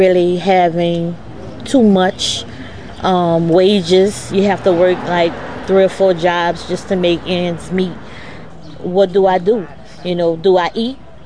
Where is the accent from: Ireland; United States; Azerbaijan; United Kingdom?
United States; New Orleans, Louisiana; I'm born and raised in the Ninth Ward, and I have four siblings that was also raised in the Ninth Ward.